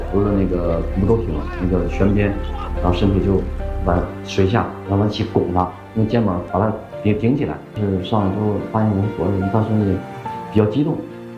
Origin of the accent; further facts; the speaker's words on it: Chengde, Hebei, China; moved away as an adult; now in Zhejiang, China; 我是河北承德的，